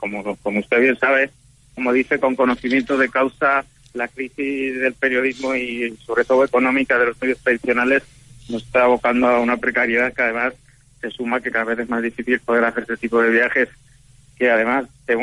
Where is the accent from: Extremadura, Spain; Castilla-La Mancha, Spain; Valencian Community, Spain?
Extremadura, Spain; Don Benito; born there; Yo nací en España, en Badajoz, Don Benito, en Extremadura, en el sur de España.